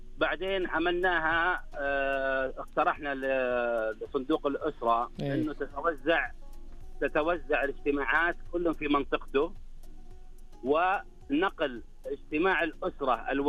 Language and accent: Arabic; Al-Qassim, Saudi Arabia; كانت في ديرتنا بالقصيم